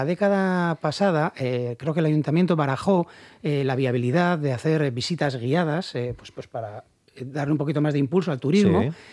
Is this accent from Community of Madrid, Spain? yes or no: no; Bilbao, Basque Country, Spain; yo soy de Recalde, sí. Y he ido a estudiar ahí a Sadrián, desde pequeño.